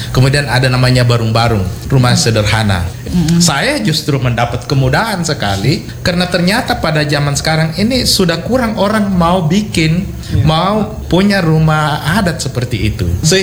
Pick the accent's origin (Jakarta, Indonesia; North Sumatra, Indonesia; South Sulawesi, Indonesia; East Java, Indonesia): South Sulawesi, Indonesia; Makassar; kita sebagai orang Makassar, rumah balak barak kakak di Galesung